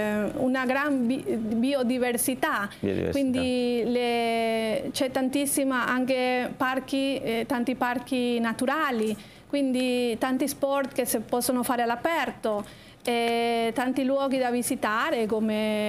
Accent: Ecuador; moved away

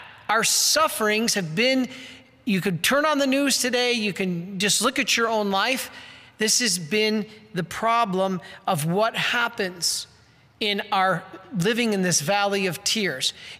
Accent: Detroit, Michigan, United States; I'm from Detroit.

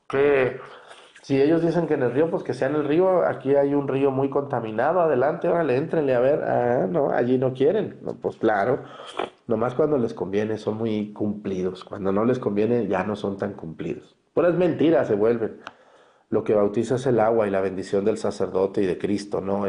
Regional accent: Mexticacán, Jalisco, Mexico; moved away; En mi pueblo, allá en Mestigacán

